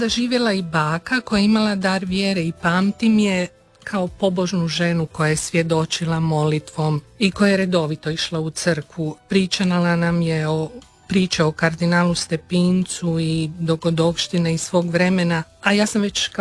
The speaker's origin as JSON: {"language": "Croatian", "town": "Zagreb", "region": "City of Zagreb", "country": "Croatia", "tie": "born or raised there", "also_born_or_lived": "Karlovac", "said": "rođena sam u Karlovcu, jer su moji roditelji tada živjeli u Krašiću, no ubrzo su se preselili u Zagreb, gdje su u Botincu izgradili kuću i ja sam tamo odrasla."}